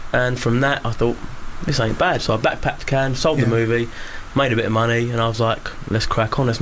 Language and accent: English; United Kingdom; I'm a British Asian guy.